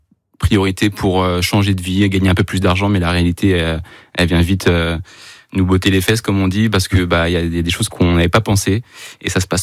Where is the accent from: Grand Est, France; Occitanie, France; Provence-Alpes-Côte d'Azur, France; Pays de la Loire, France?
Pays de la Loire, France; j'ai 28 ans, je suis originaire de la Mayenne.